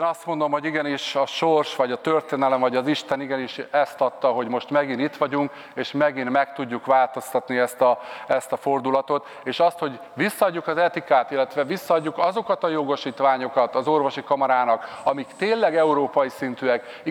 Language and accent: Hungarian; Hidas, Baranya, Hungary; Én falun nőttem föl, Hidason